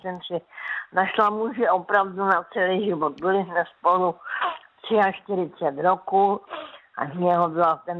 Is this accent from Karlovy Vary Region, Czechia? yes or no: no; Karolinka, Zlín Region, Czechia; Já pocházím z Valašska. Z Karolinky, tam jsem se narodila